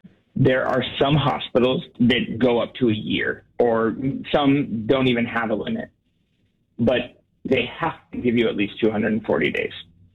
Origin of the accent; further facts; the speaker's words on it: Portland, Oregon, United States; Like, I started in Portland. I grew up in Portland.